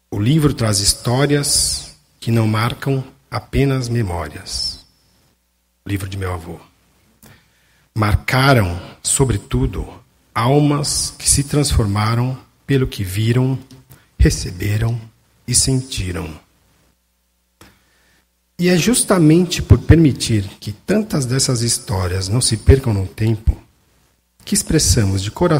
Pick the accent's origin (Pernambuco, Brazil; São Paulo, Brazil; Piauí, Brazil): São Paulo, Brazil; accent: paulista; meu sotaque é paulista, eu sou japonês, mas